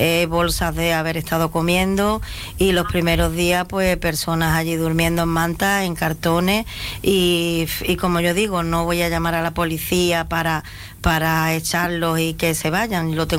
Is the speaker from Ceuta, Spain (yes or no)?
yes; Ceuta, Spain; born there; yo soy nacida aquí en Ceuta, de padres ceutíes también, todos mis hermanos, toda la familia. Y nosotros aquí, quiera o no, al vivir junto a la frontera